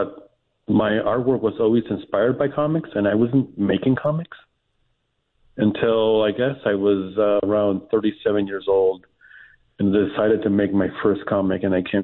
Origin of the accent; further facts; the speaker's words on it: Rosarito, Baja California, Mexico; moved away; When I grew up in Rosarito Beach back in the 70s and 80s